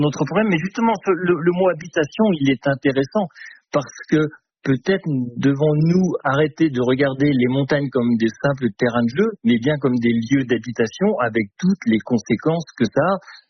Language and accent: French; Auvergne-Rhône-Alpes, France; ou plus récemment chez nous, en Oisans, le village bien connu de l'Aberarde, qui a été quasiment complètement détruit